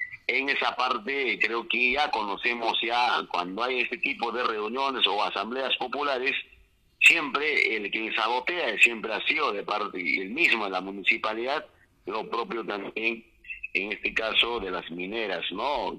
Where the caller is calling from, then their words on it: Chumbivilcas, Cusco, Peru